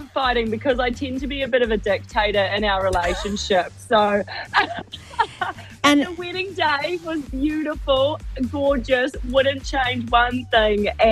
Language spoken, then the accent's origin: English; New Zealand; I'm from New Zealand.